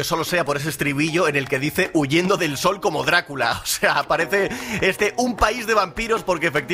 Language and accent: Spanish; Canary Islands, Spain; como se dice en mi tierra canaria.